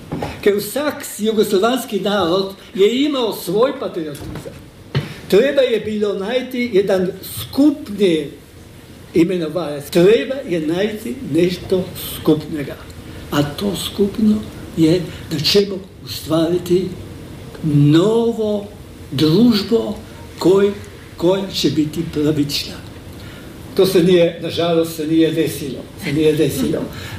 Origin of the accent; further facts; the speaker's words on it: Slovenia; Croatian is a second language; ja sam naravno Slovenac i slovenački patriot.